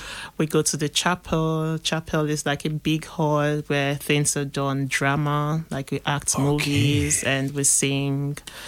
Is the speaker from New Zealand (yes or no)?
no; Rome, Lazio, Italy; also born or lived in Nigeria; Yeah. Yeah. I grew up in Roma, and then we visited Firenze, Milano, other cities.